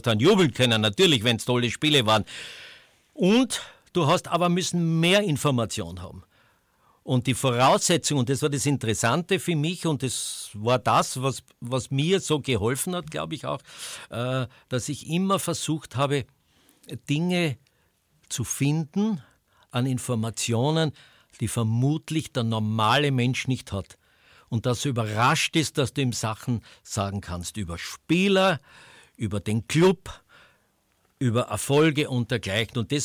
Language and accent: German; Graz, Styria, Austria